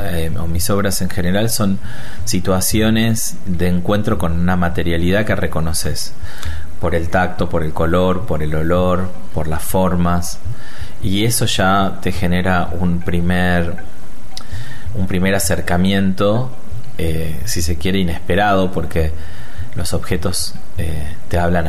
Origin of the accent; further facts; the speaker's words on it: Rosario, Santa Fe, Argentina; cierta tradición que como rosarino me llega mucho